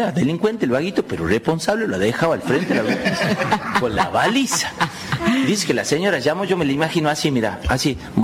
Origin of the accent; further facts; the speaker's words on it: Tucumán, Argentina; no te podés dejar chorear el colectivo en Tucumán, le digo. Como buen tucumano, dañino, atrevido de todo.